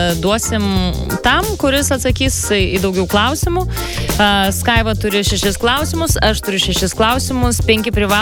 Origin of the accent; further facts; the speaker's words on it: Panevėžys, Panevėžys County, Lithuania; aš kadangi nuo Panevėžio